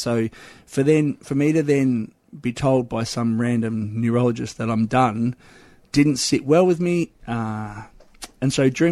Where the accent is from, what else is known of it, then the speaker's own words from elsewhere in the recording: Ballarat, Victoria, Australia; so for growing up in country Victoria, I grew up in Ballarat. Mum and Dad are still there